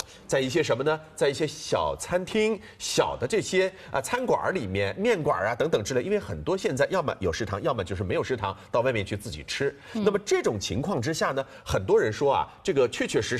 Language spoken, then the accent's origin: Chinese; China